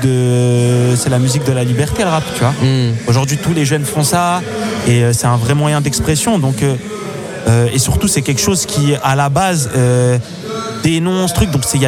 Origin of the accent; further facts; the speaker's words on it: Paris, Île-de-France, France; Je viens des Fougères dans le 20e arrondissement.